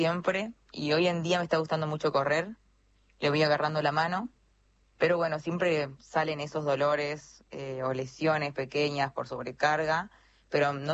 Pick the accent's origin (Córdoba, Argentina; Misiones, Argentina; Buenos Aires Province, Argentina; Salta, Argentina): Salta, Argentina; moved away as an adult; now in Buenos Aires, Argentina; De Salta, Salta Capital.